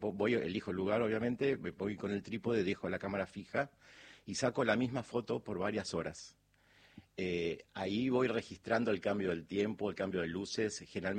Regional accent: Buenos Aires, Argentina; yo viví en muchos barrios de Buenos Aires, soy muy porteño

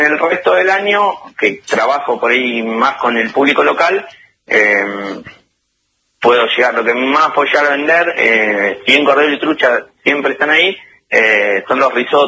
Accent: General Rodríguez, Buenos Aires Province, Argentina; moved away as an adult; now in Lago Puelo, Argentina; yo me crié en General Rodríguez, provincia de Buenos Aires

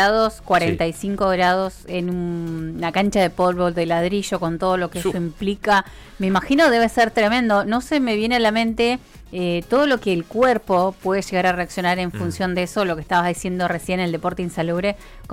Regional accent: Argentina; como argentinos súper orgullosos.

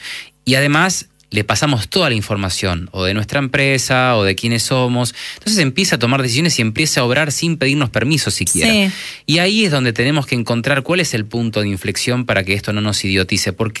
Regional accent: Argentina; accent: Argentine

